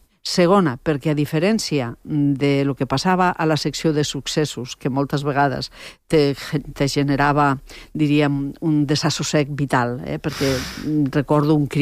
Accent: Catalonia, Spain; accent: Ponent

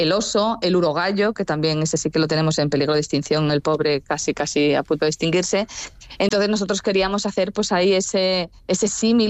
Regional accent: Asturias, Spain; es una palabra que describe muy bien cómo somos los asturianos, ¿sabes?

